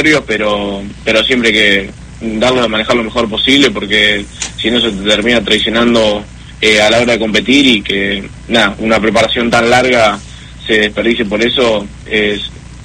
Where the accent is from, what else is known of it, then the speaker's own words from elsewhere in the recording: Santa Rosa, La Pampa, Argentina; moved away as an adult; now in Buenos Aires, Argentina; yo ahora actualmente estoy viviendo en Buenos Aires. Uh-huh. Nada, toda la preparación de cuando era más chico sí la estaba haciendo ahí en Santa Rosa, en mi hoyo